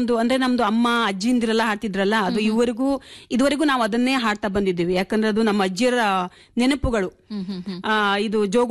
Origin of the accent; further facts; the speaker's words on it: Analesara, Karnataka, India; now in Bengaluru, India; ಯಾಕಂದ್ರೆ ನಾವು ಉತ್ತರ ಕನ್ನಡ ಜಿಲ್ಲೆ ಅಂಡ್ ಮಂಚಿಕಿರಿ, ಒಂದು ಚಿಕ್ಕ ಗ್ರಾಮ ಅಣಲೇಸರ ಅಂತ, ಅಲ್ಲಿ ಹುಟ್ಟಿದ್ದೆ ನಾನು.